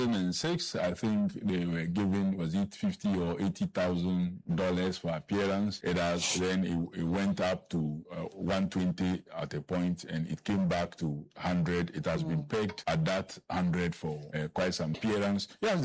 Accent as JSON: {"language": "English", "country": "Ghana"}